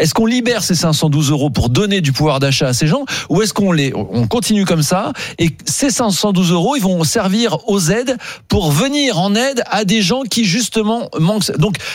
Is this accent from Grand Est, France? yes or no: yes; Grand Est, France; Alors, en plus, vous me connaissez, je suis lorrain d'origine